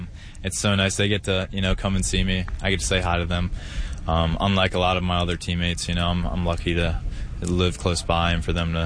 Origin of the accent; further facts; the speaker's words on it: Maryland, United States; I grew up a half hour from here, but it still feels like I'm, you know, playing from my hometown, kind of.